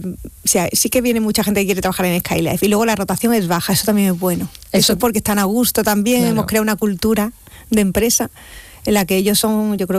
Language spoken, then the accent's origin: Spanish; Andalusia, Spain; nosotros somos andaluces.